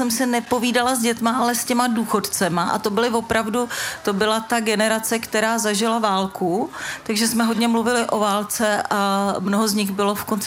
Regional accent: Ahníkov, Ústí nad Labem Region, Czechia; Z dnešního pohledu depresivní, tak jsou to Sudety, ale já jsem prožila rané dětství v Ahníkově s důchodci, protože to byla taková ta oblast, kam se stěhovali lidi po válce

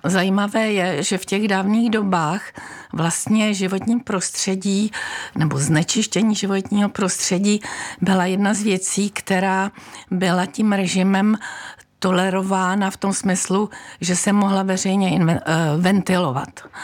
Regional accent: Prague, Czechia; Všimla jsem si jako Pražačka, bydlela jsem na Vinohradech

